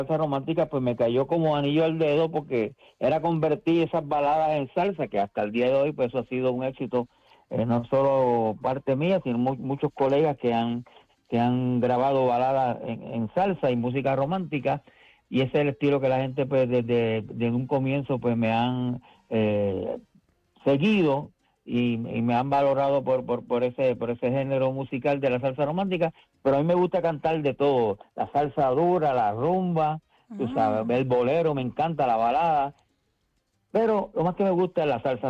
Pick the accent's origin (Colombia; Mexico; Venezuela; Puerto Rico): Puerto Rico; Maricao; Mi primer maestro fue el señor Luis Millán, en mi pueblo natal, Maricao, Puerto Rico